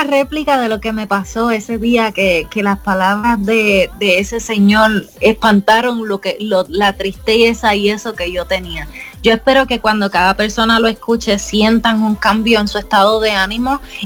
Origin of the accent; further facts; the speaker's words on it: Puerto Rico; nosotros somos puertorriqueños y la iglesia de mi padre está ubicada en el pueblo de Gurabo.